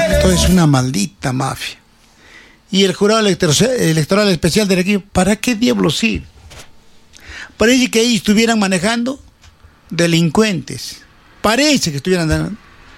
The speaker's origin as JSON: {"language": "Spanish", "town": "Cerro Colorado", "region": "Arequipa", "country": "Peru", "tie": "born there", "said": "Yo soy nacido en Cerro Colorado, soy cerreño de nacimiento."}